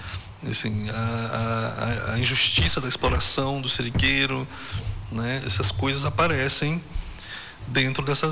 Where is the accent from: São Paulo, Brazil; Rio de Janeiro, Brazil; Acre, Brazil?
Acre, Brazil; Xapuri; now in Rio Branco, Brazil; sou de Chapuri.